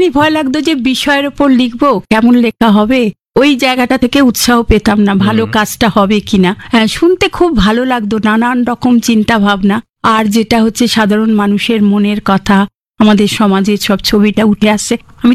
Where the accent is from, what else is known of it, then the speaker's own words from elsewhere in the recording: Chandannagar, West Bengal, India; also born or lived in Guwahati; হ্যাঁ, শৈশব, পড়াশোনা। মাঝে একবার বাবা গুয়াহাটিতে বদলি হয়েছিলেন, তখন এক বছর গুয়াহাটিতে পড়াশোনা করেছি, আর আসানসোলে এক বছর চাকরি করেছি।